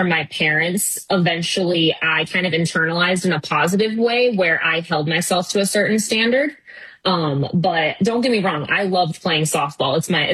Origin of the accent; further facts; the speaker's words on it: Hermosa Beach, California, United States; I'm from Hermosa Beach, California, which is just outside Los Angeles, and I'm an only child.